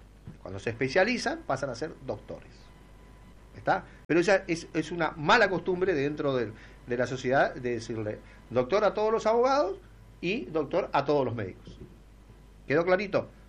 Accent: Chaco, Argentina; mi apellido tampoco es argentino y yo soy más chaqueño que, no, que el quebracho

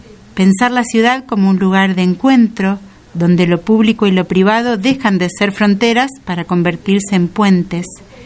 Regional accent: Patagonia, Argentina; soy cantora de la Patagonia.

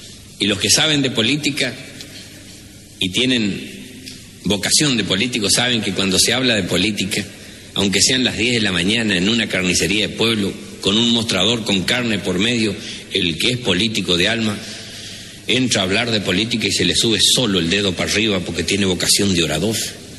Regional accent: Chaco, Argentina; Yo no sé si alguna vez les dije que soy del Chaco.

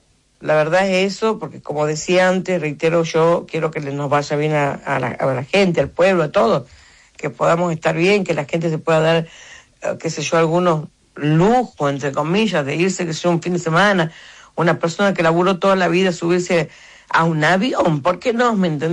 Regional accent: Tucumán, Argentina; also born or lived in Buenos Aires; Yo soy de Tucumán y vivo allá también. Vivo acá y en Buenos Aires y en Tucumán.

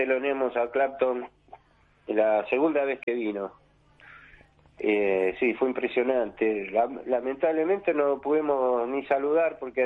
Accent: Buenos Aires, Argentina; en el barrio donde yo me crié, en Floresta, era, todos querían tocar la guitarra, ¿viste?

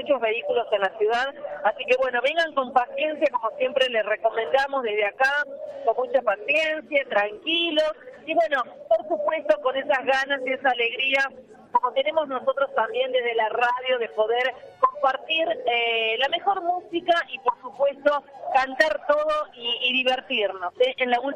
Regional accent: Tucumán, Argentina; nos llena de orgullo como tucumanos, como norteños y como parte de este país tan importante como es la República Argentina.

